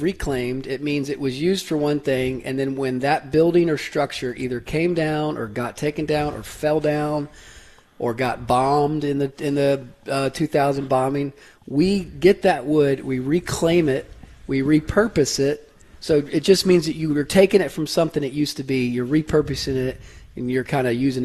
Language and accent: English; Brentwood, Tennessee, United States; also born or lived in Nashville; I'm a Nashville native. I live here. I grew up in Brentwood.